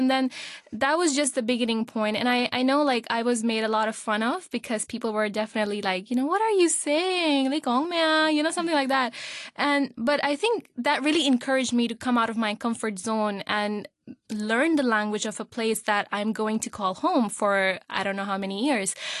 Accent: Pakistan; first language Urdu; English is a second language; now in Hong Kong; and mostly at home, I used to communicate in Urdu. So I know that when I was growing up in Pakistan, because my mom was born and raised in Hong Kong, she can speak very well Cantonese.

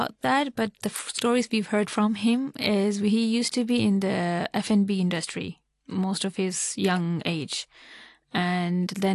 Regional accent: Hong Kong; born or raised there

